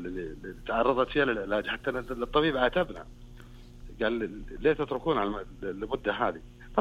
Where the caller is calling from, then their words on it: Bisha, Asir, Saudi Arabia; والله طال عمرك من بيشة.